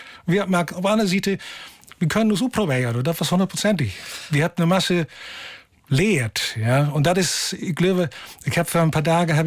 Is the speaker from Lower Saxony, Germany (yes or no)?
yes; Altharen, Lower Saxony, Germany; in Ollenhaam bin ich aufgewachsen.